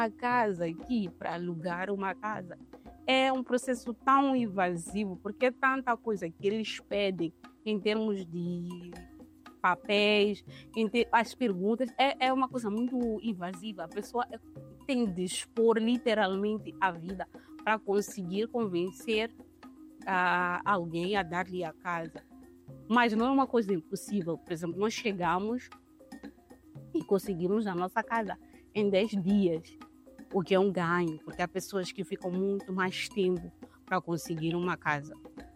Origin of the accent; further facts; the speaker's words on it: Mozambique; moved away as an adult; now in France; ser mulher e ser moçambicana a viver na França